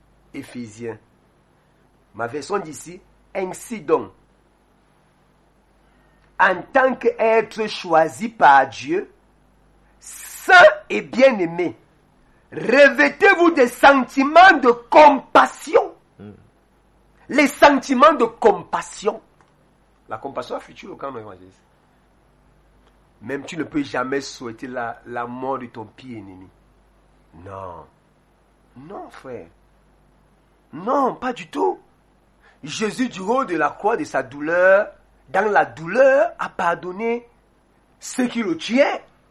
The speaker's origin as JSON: {"language": "French", "country": "Cameroon", "tie": "born or raised there", "said": "on a grandi ici en Konongo. Je parle Lombo"}